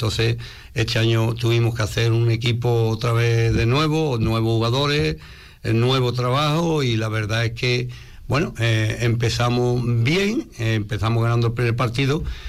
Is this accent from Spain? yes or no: yes; Jerez de la Frontera, Andalusia, Spain; yo soy de Jerez.